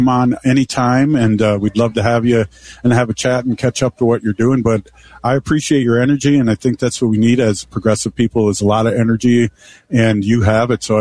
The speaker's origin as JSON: {"language": "English", "region": "Minnesota", "country": "United States", "said": "I'm from Minnesota, too, so I'm not. But I caught that."}